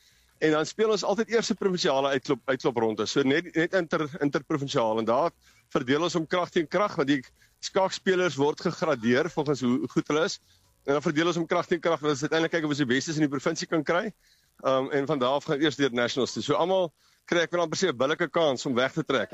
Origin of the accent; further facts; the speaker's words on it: Potchefstroom, North West, South Africa; ek kom nou van Potchef, ek was lank in my lewe in Potchef